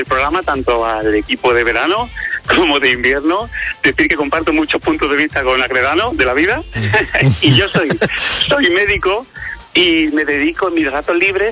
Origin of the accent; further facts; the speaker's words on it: Almería, Andalusia, Spain; also born or lived in Cádiz; yo diría que soy almeriense, estuve en Cádiz haciendo la carrera de medicina, y soy un chico de 44 años